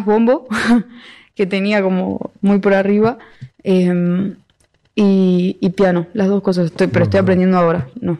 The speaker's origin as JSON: {"language": "Spanish", "region": "Buenos Aires", "country": "Argentina", "tie": "born there", "said": "yo soy de acá de Buenos Aires."}